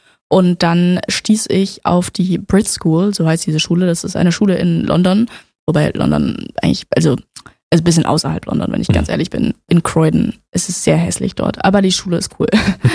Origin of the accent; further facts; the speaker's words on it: Berlin, Germany; come on, ich komme aus Berlin.